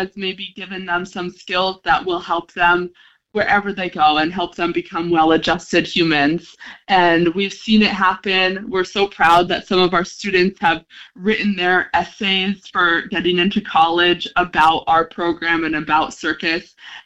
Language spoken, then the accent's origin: English; New York, United States; born there; now in Cape Cod, United States; I grew up in New York, a little upstate from New York City